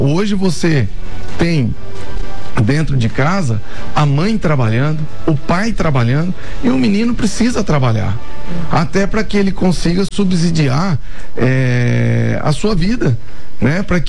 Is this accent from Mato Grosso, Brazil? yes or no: yes; Mato Grosso, Brazil; now in Campo Grande, Brazil; Eu venho do Mato Grosso, mas tenho parentes em Morrinhos, no Goiás, ali a região mais próxima de Goiânia. E eu estou aqui desde 98, estou em Campo Grande